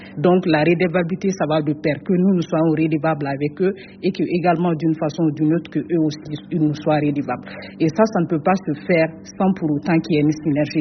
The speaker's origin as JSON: {"language": "French", "country": "Mali", "said": "Je suis ingénieur en eau et assainissement, je viens du Mali."}